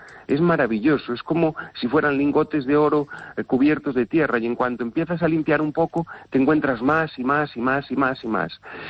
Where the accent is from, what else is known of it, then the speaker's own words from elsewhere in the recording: Galicia, Spain; he descubierto muchas cosas que, siendo gallego, aficionado a la historia, no descubría.